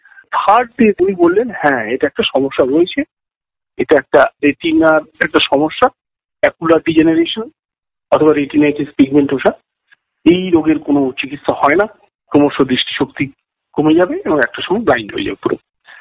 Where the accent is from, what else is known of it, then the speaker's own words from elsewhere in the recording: Diamond Harbour, West Bengal, India; আমার জন্ম, বড় হওয়া, পড়াশোনা সবই ডায়মন্ড হারবারে। তো ছোটবেলায় আমি আর পাঁচটা ছেলেমেয়ের মতো স্বাভাবিকভাবেই খেলাধুলো করে বড় হয়েছি। আমি সরিষা রামকৃষ্ণ মিশন বলে স্কুলে, সেখানে আমি ভর্তি হয়েছিলাম।